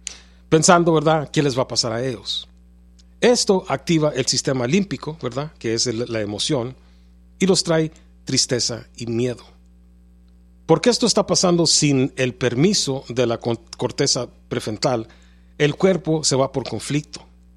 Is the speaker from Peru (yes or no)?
no; California, United States; yo crecí en California como niño, ¿verdad?, y yo aprendí, ¿verdad?, Budismo.